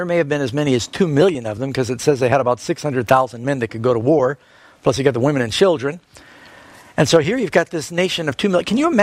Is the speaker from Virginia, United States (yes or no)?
no; New York City, New York, United States; born or raised there